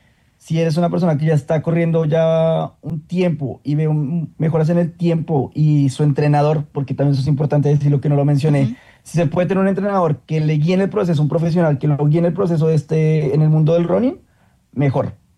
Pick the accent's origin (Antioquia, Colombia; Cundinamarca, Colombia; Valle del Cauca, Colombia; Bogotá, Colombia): Bogotá, Colombia; yo que soy rolo, obviamente en Bogotá, conocido como la nevera, no tenemos tanto calor ni tampoco tanta humedad